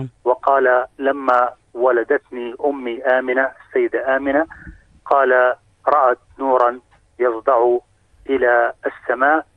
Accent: Jordan; نحن كأردنيين

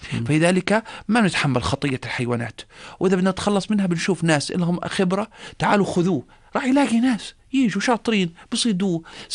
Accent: Jordan; عندنا في الأردن

